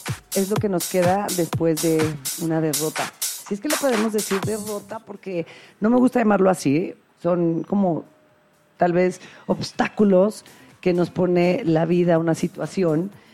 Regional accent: Mexico; evolucionamos como mexicanos, como país.

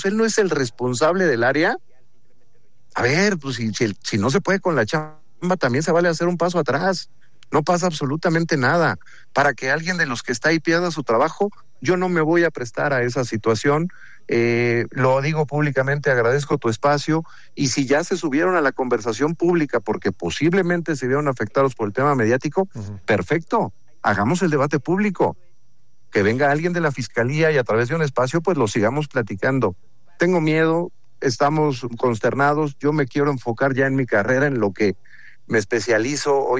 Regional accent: Mexico; estoy preocupado como ciudadano mexicano.

